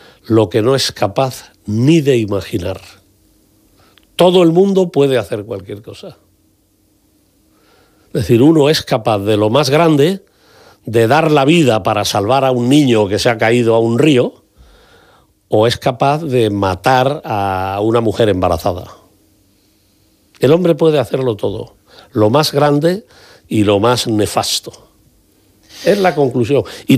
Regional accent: Andalusia, Spain; moved away; yo soy andaluz.

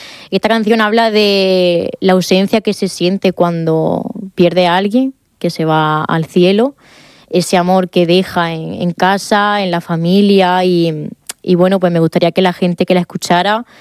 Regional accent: Murcia, Region of Murcia, Spain; Mucha gente me dice que si soy de la parte andalucía, que si soy andaluza, pero no. Soy de aquí

